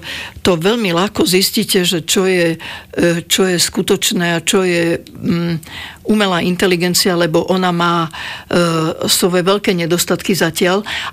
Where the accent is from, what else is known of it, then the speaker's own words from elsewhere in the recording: Považská Bystrica, Trenčín Region, Slovakia; born there; also born or lived in Púchov; now in Bratislava, Slovakia; Ja som sa narodila v Považskej Bystrici, potom som žila v Púchove a tu som 52 rokov.